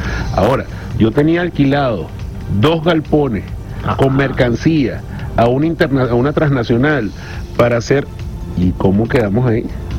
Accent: La Guaira, Venezuela; quien te habla, mi querido hermano, es hijo de La Guaira. Yo soy nacido en el Hospital José María Vargas.

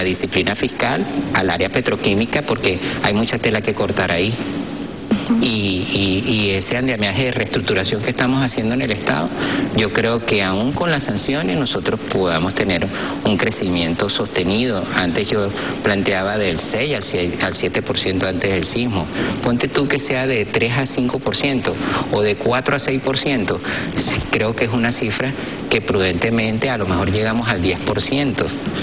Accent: Venezuela; es la razón de existencia de un país que somos nosotros, todos los venezolanos.

